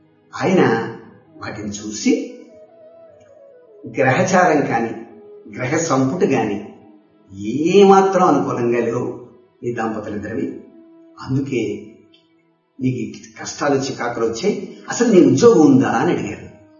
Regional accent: Kolamuru, Andhra Pradesh, India; 1963 నా చిన్నతనం. రాజమహేంద్రికి సమీపంలో ఉన్నటువంటి మా స్వగ్రామం కోలమూరు

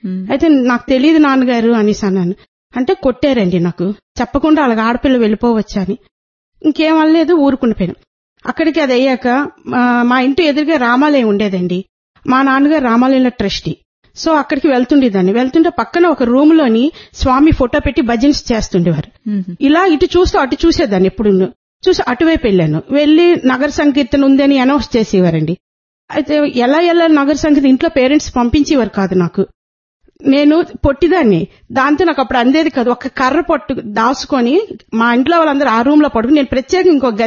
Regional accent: Visakhapatnam, Andhra Pradesh, India; నాది వైజాగ్.

